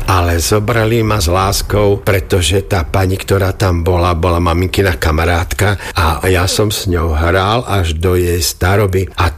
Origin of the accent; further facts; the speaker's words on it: Senica, Trnava Region, Slovakia; Ja som sa narodil doma v Senici, ale bývam na 17. mieste v Senici.